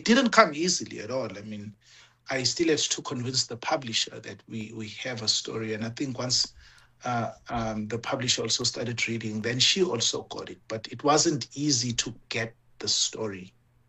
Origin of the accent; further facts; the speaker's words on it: Mpumalanga, South Africa; as a teenage boy growing up in Mpumalanga